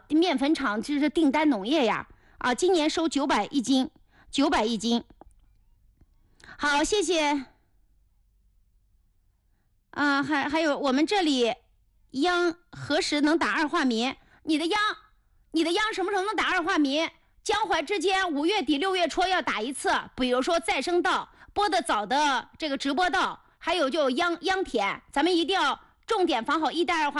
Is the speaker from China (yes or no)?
yes; Mengcheng, Anhui, China; now in Hefei, China; 我现在在合肥。你问我是哪个县？我老家是安徽亳州蒙城。